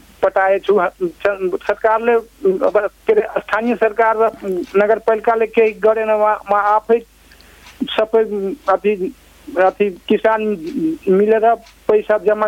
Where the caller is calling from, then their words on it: Janakpur, Madhesh Province, Nepal; जनकपुर गाउँतिर, जनक मेरो गाउँको नाम कटरेज हो।